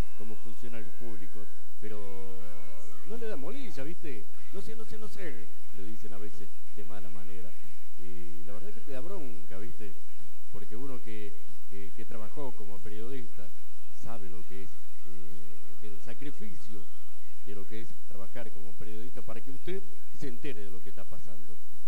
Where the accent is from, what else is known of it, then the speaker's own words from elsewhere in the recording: Argentina; Como argentinos tenemos que apoyar